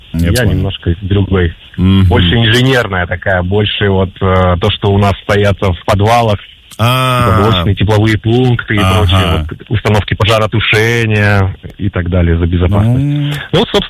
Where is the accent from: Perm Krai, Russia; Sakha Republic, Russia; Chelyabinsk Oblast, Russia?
Chelyabinsk Oblast, Russia; Chelyabinsk; Я из Челябинска